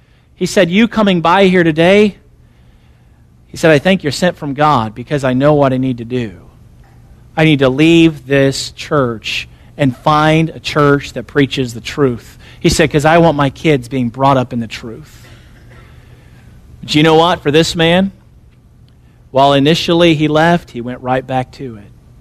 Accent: Illinois, United States; moved away as an adult; now in Florida, United States; I'm from Illinois. I got to serve as my dad's assistant pastor for 8 years. And then when I felt like the Lord was telling me to move to Florida, 1,200 miles away.

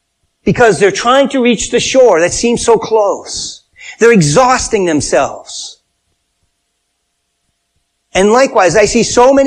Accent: Wilbraham, Massachusetts, United States; where I grew up in Wilbraham, upstream from where I was, because I grew up along this river

